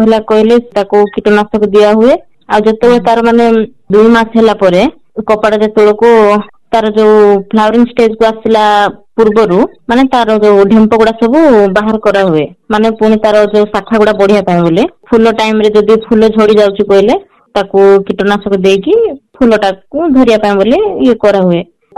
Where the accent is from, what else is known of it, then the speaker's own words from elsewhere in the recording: Odisha, India; ମୁଁ ରାୟଗଡ଼ା ଜିଲ୍ଲାରୁ ଆସିଛି।